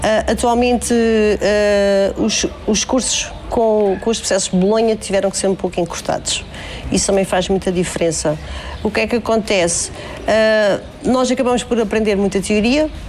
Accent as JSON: {"language": "Portuguese", "town": "São Brás de Alportel", "region": "Algarve", "country": "Portugal", "tie": "born or raised there", "moved": "yes", "lives_now": "Fuseta, Portugal"}